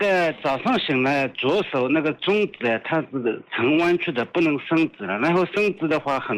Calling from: Ningbo, Zhejiang, China; 浙江宁波的。

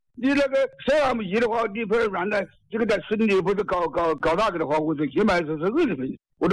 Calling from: Yunmeng, Hubei, China; 我云梦的，云梦。

